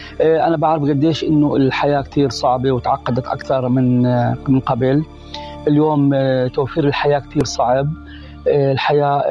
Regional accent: Gaza Strip, Palestine; إحنا كفلسطينيين اليوم في غزة إحنا مدمرين نفسيا، مدمرين اجتماعيا، مدمرين اقتصاديا.

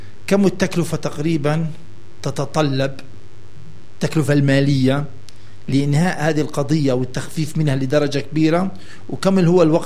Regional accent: Palestine; عندنا في فلسطين.

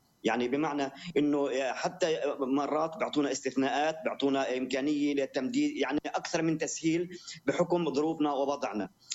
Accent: Palestine; إحنا بفلسطين

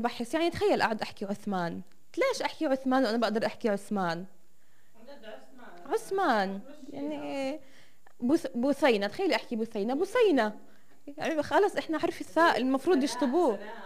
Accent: Nablus, West Bank, Palestine; عندنا بنابلس

